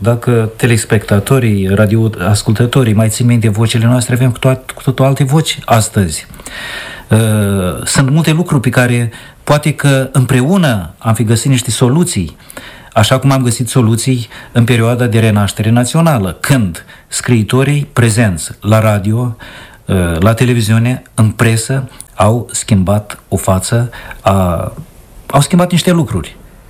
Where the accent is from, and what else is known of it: Moldova; now in Chișinău, Moldova